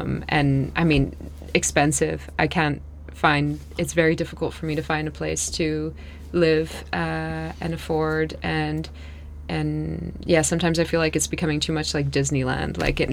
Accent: Amsterdam, North Holland, Netherlands; Yes, I grew up in Amsterdam, and I love the city, but I also think it's changed a lot.

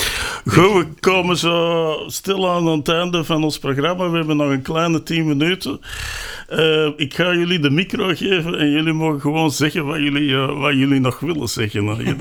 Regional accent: Antwerp, Flanders, Belgium; Ja. Ja, ik ben ook van Linkeroever, daarom.

